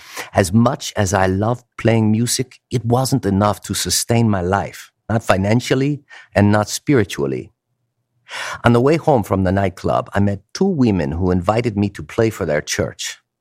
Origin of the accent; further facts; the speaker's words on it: Ecuador; English is a second language; moved away as an adult; now in United States; After graduating, I moved from my home country of Ecuador to the United States in hopes of making it big.